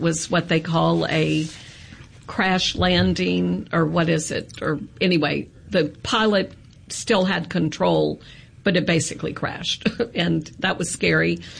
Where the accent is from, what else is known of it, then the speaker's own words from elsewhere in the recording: Natchez, Mississippi, United States; I'm from Natchez, don't you know?